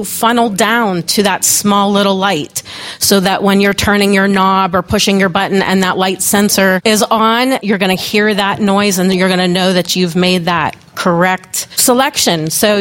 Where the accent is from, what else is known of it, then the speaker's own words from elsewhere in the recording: Pennsylvania, United States; I am from Pennsylvania